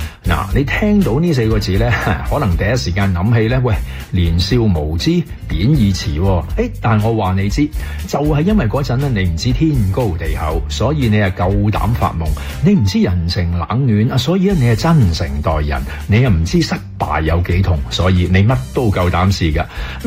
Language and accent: Cantonese; Hong Kong; 我细个喺香港读书啦